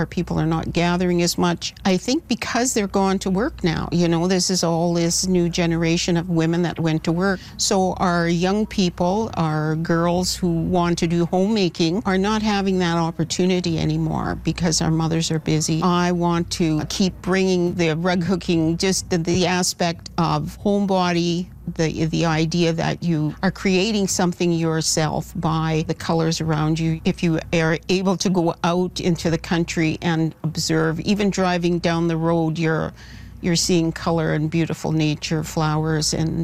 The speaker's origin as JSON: {"language": "English", "area": "Qu'Appelle Valley", "region": "Saskatchewan", "country": "Canada", "tie": "born or raised there", "said": "growing up in the Qu'Appelle Valley around the lake and all the nature that we grew up in. Living by the lake is such a special thing."}